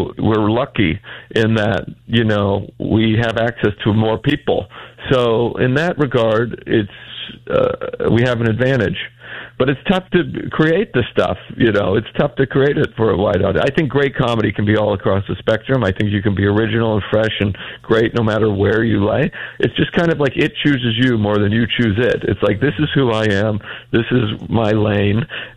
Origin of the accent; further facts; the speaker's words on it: Idaho, United States; I grew up in a tiny little town in Idaho, a little farming town, a potato farming town in southeast Idaho, wow. About 1,000 people.